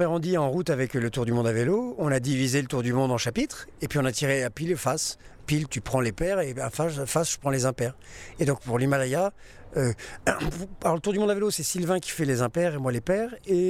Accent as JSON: {"language": "French", "country": "France", "said": "on est français"}